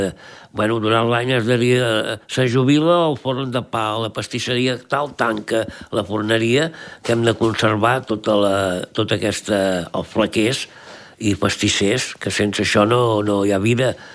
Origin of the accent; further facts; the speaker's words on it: Argentona, Catalonia, Spain; del meu poble, Argentona